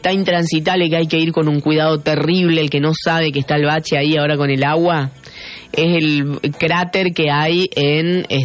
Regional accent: Reconquista, Santa Fe, Argentina; Los que transitamos por acá, que somos de acá de Reconquista

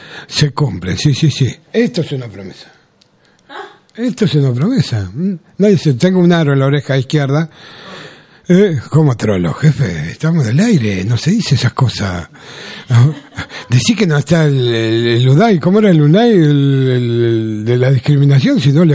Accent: Buenos Aires, Argentina; born there; Yo soy de Capital Federal, nacido en Parque de los Patricios, y el chamamé corre por mi sangre, con mis viejos correntinos los dos, y mi abuelo y mi bisabuelo paraguayo.

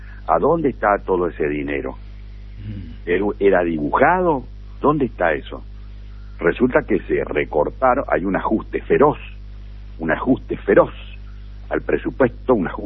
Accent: Argentina; yo como buen peronista, pero sobre todo como buen argentino

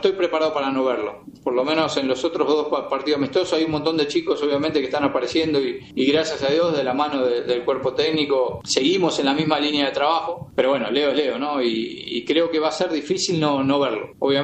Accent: Argentina

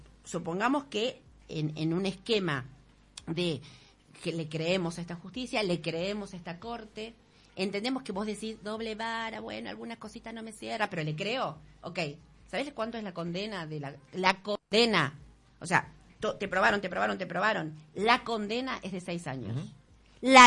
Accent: Tucumán, Argentina; Soy tucumana.

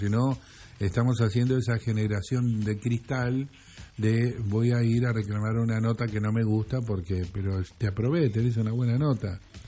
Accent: Argentina

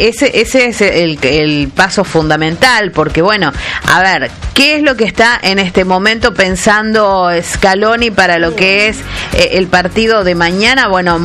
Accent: Argentina; Yo creo como que los argentinos somos más sensibles

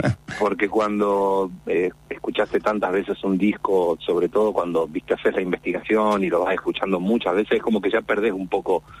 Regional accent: Rosario, Santa Fe, Argentina; yo soy de Rosario

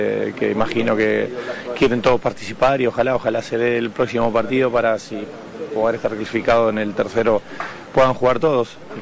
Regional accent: Argentina; Dirán que porque soy argentino lo digo, pero muy difícil.

